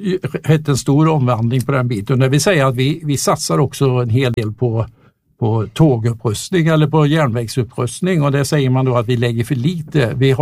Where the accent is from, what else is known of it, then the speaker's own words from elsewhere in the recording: Mariestad, Västra Götaland County, Sweden; från Mariestad. Jag är i grund och botten lantbrukare där i tredje generationen tillsammans med min bror utanför Mariestad.